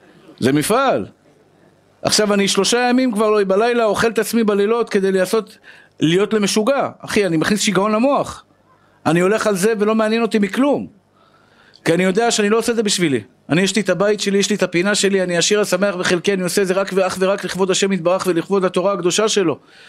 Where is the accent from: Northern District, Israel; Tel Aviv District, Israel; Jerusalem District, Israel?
Tel Aviv District, Israel; Tel Aviv; באתי משכונת התקווה